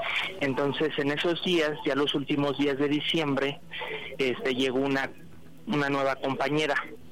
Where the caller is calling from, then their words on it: Mexico City, Mexico; Orgullosamente uno de los mejores barrios de aquí de la colonia Guerrero.